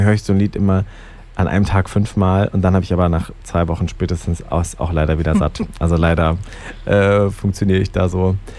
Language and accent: German; Thuringia, Germany; Ich komme aus der Nähe von Eisenach und da gibt es so ein, da ist ja auch der Inselsberg